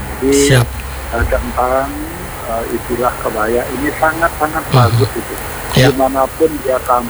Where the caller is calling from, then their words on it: West Nusa Tenggara, Indonesia; kita orang Sasak